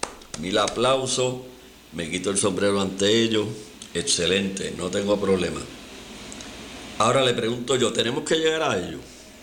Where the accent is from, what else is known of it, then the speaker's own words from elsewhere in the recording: Puerto Rico; como somos nosotros los boricuas